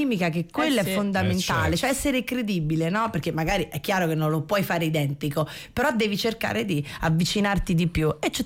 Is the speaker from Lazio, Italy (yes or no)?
yes; Rome, Lazio, Italy; no, sono di Roma, però mi adatto facilmente.